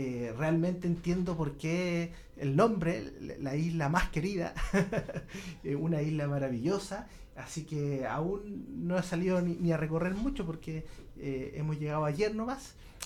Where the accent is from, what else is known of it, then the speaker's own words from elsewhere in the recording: Santiago, Santiago Metropolitan Region, Chile; Sí, yo soy nacido y malcriado en Santiago. ¿Ya? He estado prácticamente toda mi vida con algunas temporadas fuera de Santiago, fuera del país también me ha tocado, pero principalmente en Santiago.